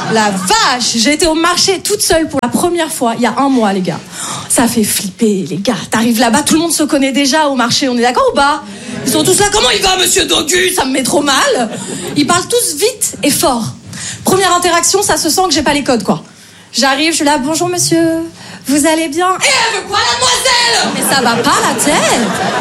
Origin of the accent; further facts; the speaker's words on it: Paris, Île-de-France, France; moi je viens de Paris, j'essaye de jouer un peu dans plein de villes en France.